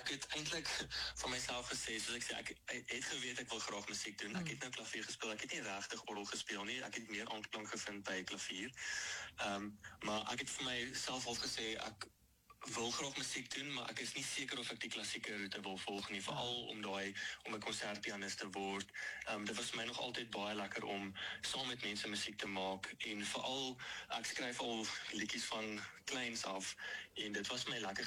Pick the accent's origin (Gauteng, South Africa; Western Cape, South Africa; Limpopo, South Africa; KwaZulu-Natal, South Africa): Gauteng, South Africa; Pretoria; So ek is geboren in Pretoria. Ek het groot geword in die Moot area.